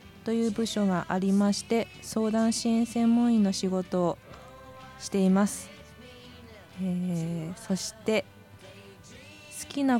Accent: Kitakata, Fukushima, Japan; now in Motomiya, Japan; 出身は会津の方なんです、

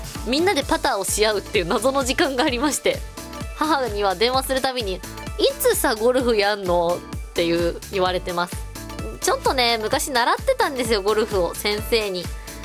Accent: Yamanashi, Japan; 山梨、私の地元でございます

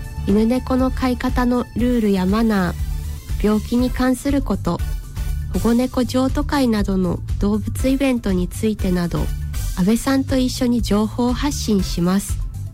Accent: Takizawa, Iwate, Japan; also born or lived in Hokkaido; 私の出身地はスイカとチャグチャグうまっこで有名な滝沢市です。2013年までは人口日本一の村としても有名でした。

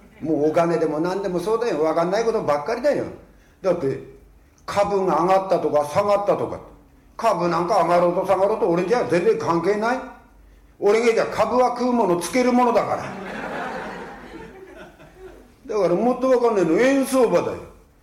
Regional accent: Ibaraki, Japan; 私のふるさと茨城では卵を産まなくなった鶏を塩をまぶして樽に入れ大きな石で突き込みます。

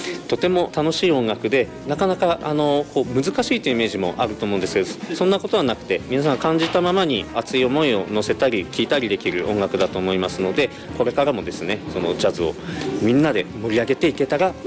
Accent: Aomori, Japan; メンバーも私が青森出身ということは知ってますので、

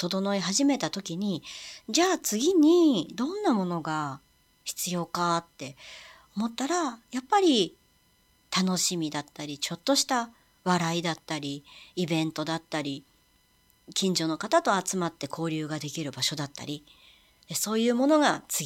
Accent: Ishikawa, Japan; now in Tokyo, Japan; 私の田舎、まあ、ふるさと、石川県の能登

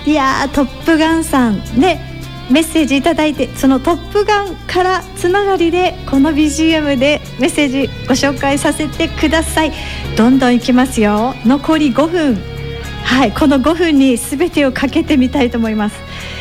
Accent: Kobe, Hyogo, Japan; 地元神戸の FM 局のイベントに行ったり

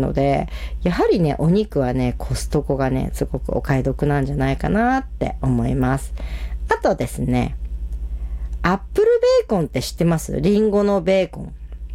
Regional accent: Otaru, Hokkaido, Japan; 私、小樽が出身なので。

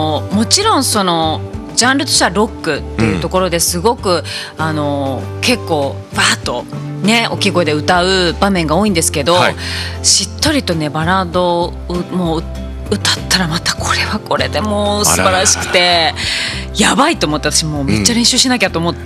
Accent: Yurihonjo, Akita, Japan; 地元秋田県由利本荘市

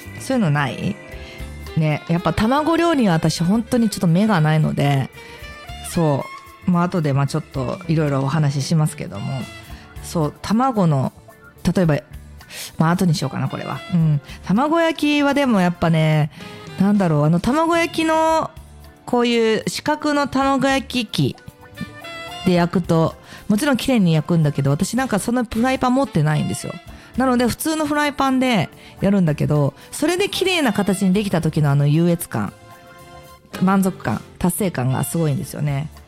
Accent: Kansai, Japan; 私はやっぱり関西人なんで

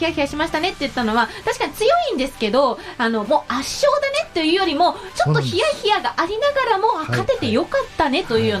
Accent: Nagasaki, Japan; 私の地元長崎のチーム、長崎ベルカがなんと創設5年目にして初優勝。

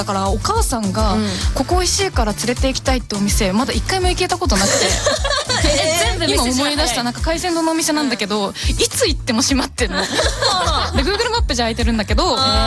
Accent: Fukuoka, Japan; born there; moved away as an adult; now in Tokyo, Japan; この前福岡に帰った時に、なんか私は大学で上京してから

